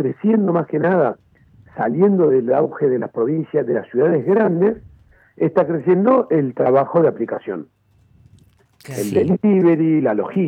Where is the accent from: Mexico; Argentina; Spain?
Argentina; Nosotros somos una Argentina que es cambiante.